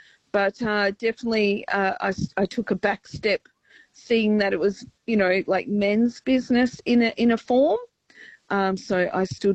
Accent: Victoria, Australia; My mob's Wadawurrung. So we are from the Werribee River, which is like the outer skirts of Melbourne there

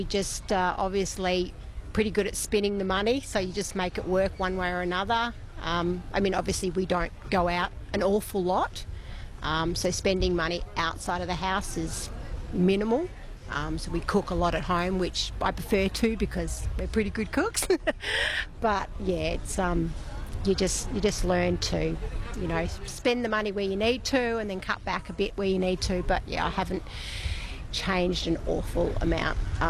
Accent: Melbourne, Victoria, Australia; I grew up in Melbourne, so I'm used to being able to get anywhere in a reasonable amount of time

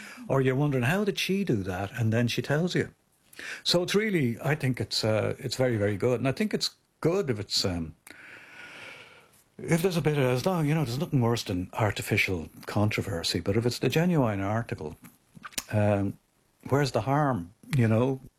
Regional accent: Ireland

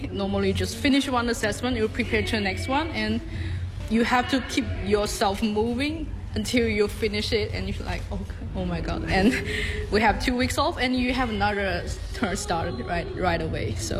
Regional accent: China; English is a second language; now in Lismore, Australia; In China, my hometown is still a big city. We have like 5 million people there.

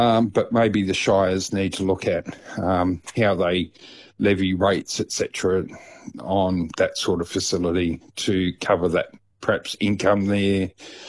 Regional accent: Armidale, New South Wales, Australia; My hometown of Armidale is my place of residence. I live in Armidale. That's where I live. I work in Port Hedland.

